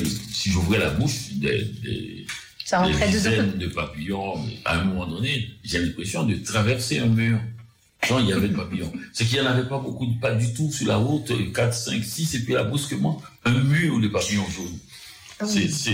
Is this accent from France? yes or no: no; Petit-Goâve, Ouest, Haiti; Parce que là où je vivais, j'ai passé mon enfance à Petit Gouave, il y avait des marais autour